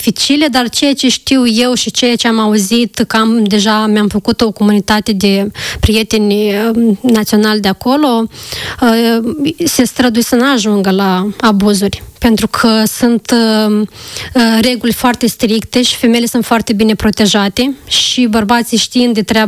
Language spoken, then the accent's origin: Romanian; Coropceni, Moldova; eu am crescut la Coropceni